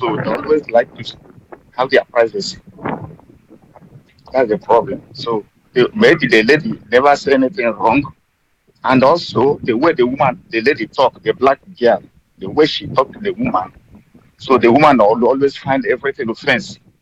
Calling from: Germany; I'm calling from Germany.

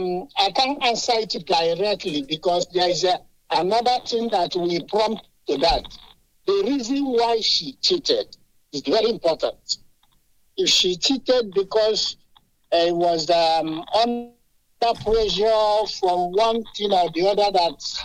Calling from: Manchester, North West England, United Kingdom; from Manchester.

